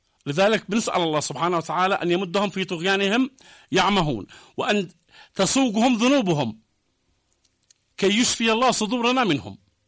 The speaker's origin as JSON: {"language": "Arabic", "country": "Yemen", "said": "احنا كيمنيين كمواطنين"}